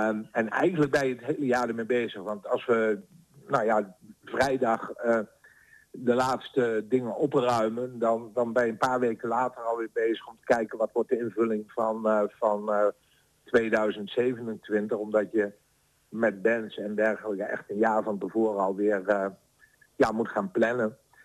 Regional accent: Doesburg, Gelderland, Netherlands

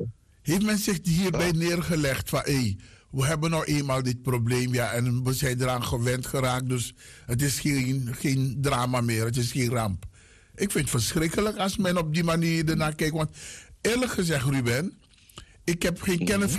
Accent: Paramaribo, Suriname; moved away; De Daniel Continuostraat, daar in de buurt waar ik ben opgegroeid

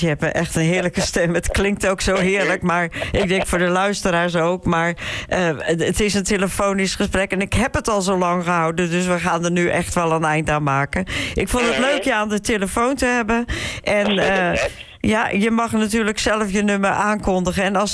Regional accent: Netherlands; Ik ben een Nederlandse.

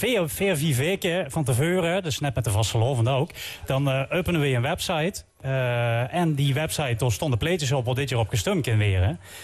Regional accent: Limburg, Netherlands; ik kom natuurlijk uit Hoors Amerika.

